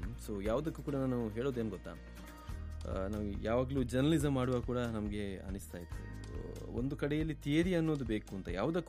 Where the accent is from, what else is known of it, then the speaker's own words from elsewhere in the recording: Mangaluru, Karnataka, India; ಮಂಗಳೂರು ನಮ್ಮ ಊರು ಅಂತ ಹೇಳಿದರೆ ಬೇರೆ ಬೇರೆ ಕಾರಣದಿಂದಾಗಿ ಇಷ್ಟ ಆಗುತ್ತೆ.